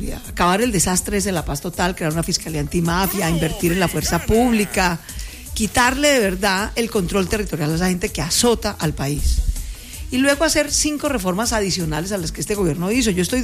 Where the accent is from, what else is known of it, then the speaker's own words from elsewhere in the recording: Colombia; somos colombianos